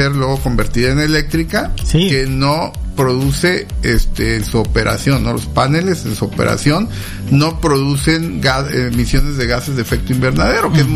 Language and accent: Spanish; Tuxtla Gutiérrez, Chiapas, Mexico; moved away; also born or lived in Yucatán / Monterrey / Mexico City